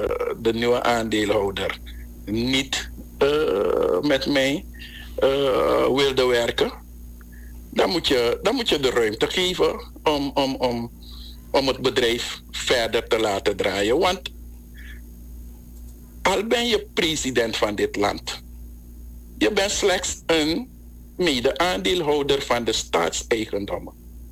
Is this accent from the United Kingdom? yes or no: no; Suriname